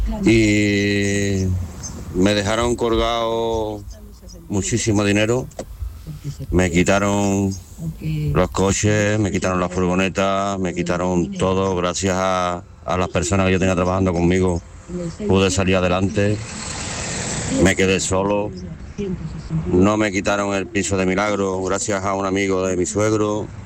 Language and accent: Spanish; Seville, Andalusia, Spain; del Cerro del Águila